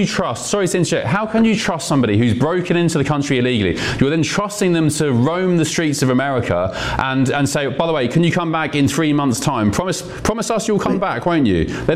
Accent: United Kingdom; now in Washington, D.C., United States; I'm a non-alien resident in the United States. I'm not protected by the First Amendment. So why shouldn't I, as a Brit, sat here paying taxes, working and grafting in D.C.

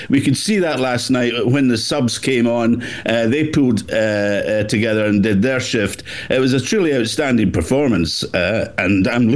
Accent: United Kingdom; I had my own local teams that I followed, my own English stars that I appreciated. I'm British.

